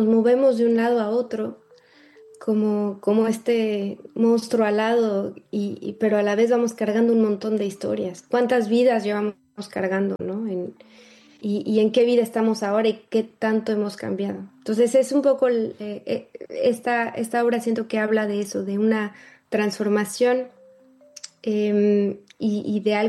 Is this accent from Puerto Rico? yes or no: no; Mexico; moved away; de cuando crecí en México